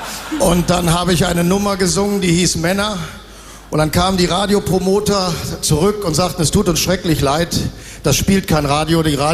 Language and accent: German; North Rhine-Westphalia, Germany; Ich komme aus dem Ruhrgebiet, bin Westfale, wir machen das langsam, aber stetig.